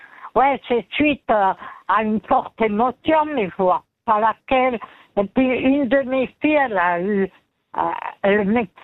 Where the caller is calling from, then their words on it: Valais, Switzerland; j'habite en Valais, à l'hôpital de Sion.